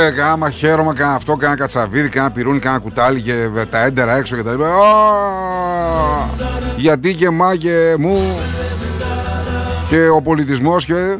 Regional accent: Axos, Crete, Greece; από το χωριό μου, από την Αξό

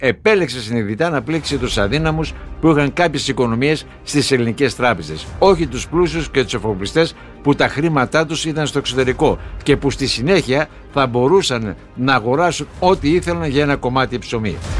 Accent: Gazoros, Central Macedonia, Greece; στο χωριό μου στο Γάζαρο Σερών

